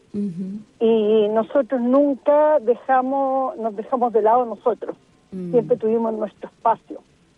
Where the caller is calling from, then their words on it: Santiago, Santiago Metropolitan Region, Chile; De Santiago.